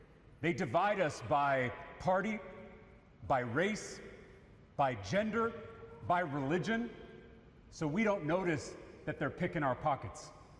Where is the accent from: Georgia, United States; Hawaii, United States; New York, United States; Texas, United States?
Texas, United States; Round Rock; Hell, we got the biggest donuts in the world in my hometown of Round Rock, Texas.